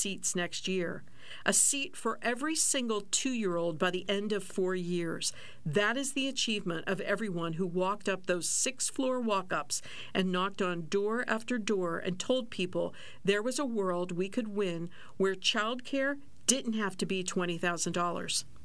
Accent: Uganda; born there; I was born in Uganda in East Africa.

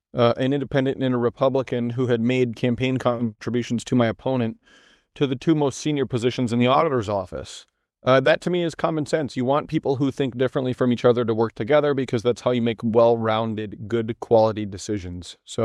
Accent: Decorah, Iowa, United States; I grew up in Decorah.

